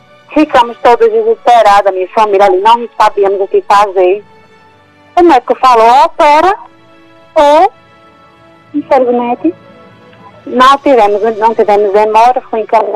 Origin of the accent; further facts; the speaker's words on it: Fagundes, Paraíba, Brazil; Eu sou de Fagundes, no estado da Paraíba.